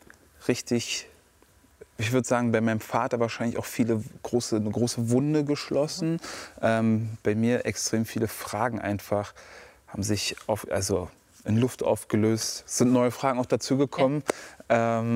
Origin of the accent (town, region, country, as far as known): Brandenburg, Germany